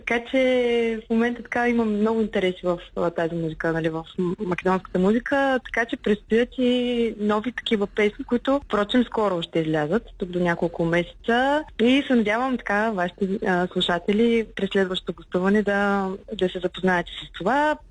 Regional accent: Plovdiv, Plovdiv Province, Bulgaria; Всъщност аз съм от Пловдив

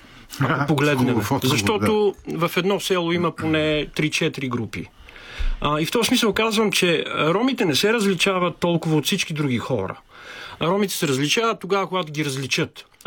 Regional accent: Sofia, Sofia City, Bulgaria; аз съм от София, съм от квартал факултета, а те са от Надежда, аз познавам Надежда, те не познават факултета.

